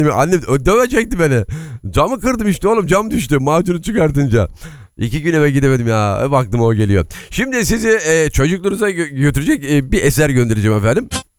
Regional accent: Istanbul, Turkey; Şimdi ben Aksaray Yeni Kapı'da doğup büyüdüm. Tren istasyonu bize çok yakındı.

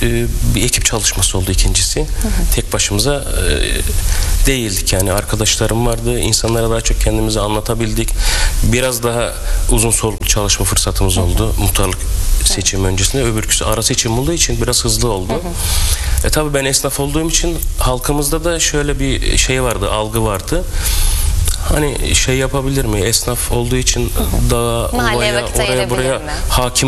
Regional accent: Yenipazar, Aydın, Turkey; Doğuma büyüme Donduranlıyım. Dükkanımız da orada, iş yerimiz de orada.

